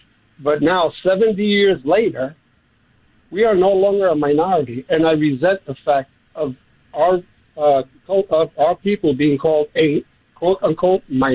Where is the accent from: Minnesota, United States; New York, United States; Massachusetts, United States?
New York, United States; The Bronx; now in Bronxville, United States; I mean, I was born and raised in the Bronx, and we moved up there.